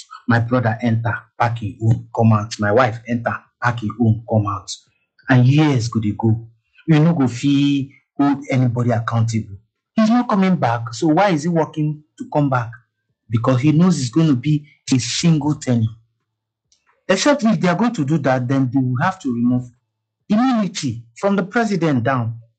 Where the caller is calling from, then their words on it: Abuja, Federal Capital Territory, Nigeria; I'm calling from Abuja.